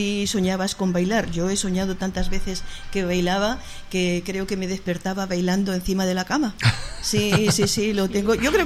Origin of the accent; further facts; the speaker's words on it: Aragon, Spain; Yo soy maña, ¿no? Entonces, ¿sí? En mi familia, mis hermanos cantaban jotas. Entonces, a mí me viene más la vena aragonesa si empiezo a cantar.